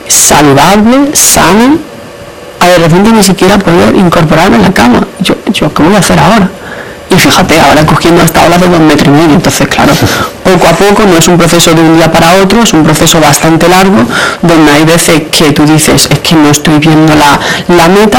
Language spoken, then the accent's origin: Spanish; Marbella, Andalusia, Spain; seremos de Marbella, pero no somos ricos ni millonarios.